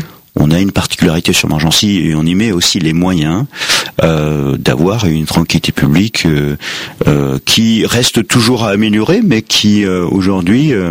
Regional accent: Auvergne-Rhône-Alpes, France; moved away; moi, je suis originaire de la Drôme provençale, et donc quand j'étais en sixième, je prenais le bus à 7h15 pour aller au collège

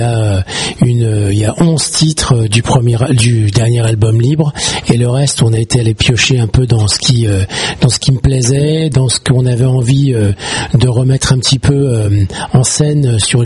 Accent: Saint-Leu-la-Forêt, Île-de-France, France; je viens de Saint-Leu-la-Forêt.

